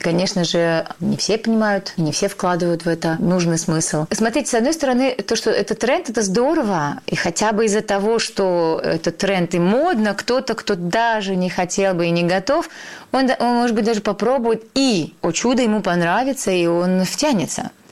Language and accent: Russian; North Caucasus, Russia; born there; я родилась в России, на Кавказе? Я не родилась в Индии